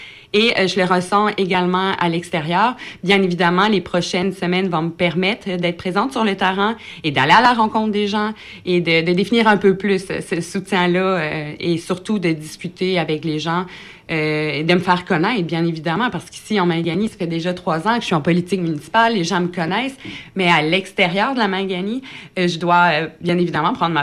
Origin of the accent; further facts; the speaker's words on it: Quebec, Canada; chez nous, à Saint-Pierre, avec mes proches